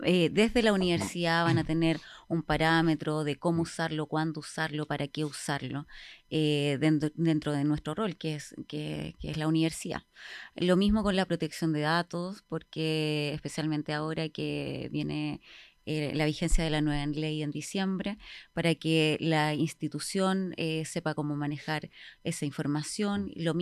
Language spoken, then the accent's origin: Spanish; Valparaíso, Chile; moved away as an adult; Bueno, yo soy de Valparaíso. Nacida y criada en Valparaíso y después de la pandemia yo me vine al sur. De aventura, con ese sueño nortino me vine a buscar nuevos horizontes al sur.